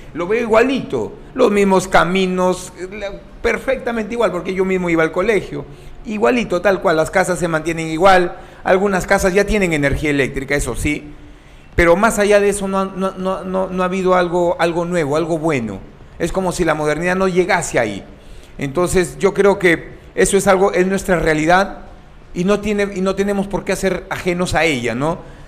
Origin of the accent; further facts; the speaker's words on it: Piura, Peru; Aquí yo soy un piurano neto, un piurano de pura cepa. Nací y crecí aquí en Piura. No, entonces conozco mi realidad, Jimmy. Vengo de un asentamiento humano Pachitea